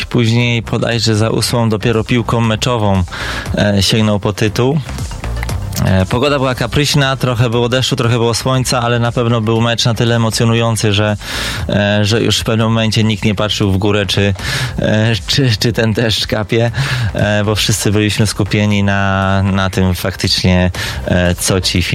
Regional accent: Szczecin, West Pomeranian Voivodeship, Poland

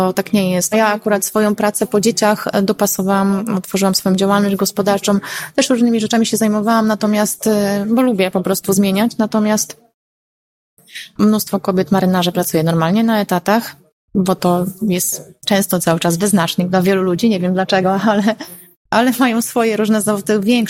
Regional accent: Reda, Pomeranian Voivodeship, Poland; Ja też jestem z Gdyni, tak? Z Trójmiasta, właściwie z Redy, no, żeby sprecyzować, ale to jest koło Gdyni.

